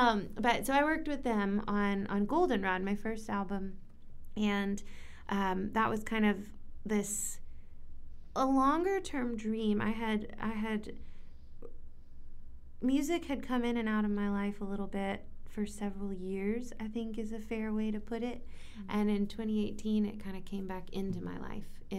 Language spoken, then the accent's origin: English; Chattanooga, Tennessee, United States; moved away as an adult; also born or lived in Tri-Cities area (Bristol); I grew up in Chattanooga, and I moved back there now about 3.5 years ago, and I'm glad to call it home again. My family is still there, my parents and my sister